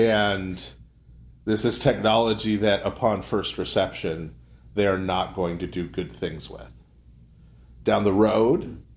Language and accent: English; United States; born there; I'm using we in the I was born in America sense.